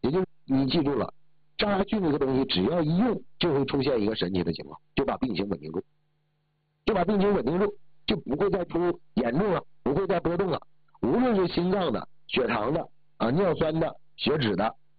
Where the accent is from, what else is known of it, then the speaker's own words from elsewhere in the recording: China; 我们都是中国人